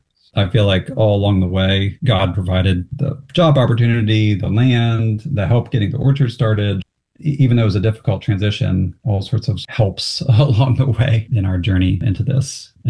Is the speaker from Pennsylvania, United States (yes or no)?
yes; Pennsylvania, United States; born or raised there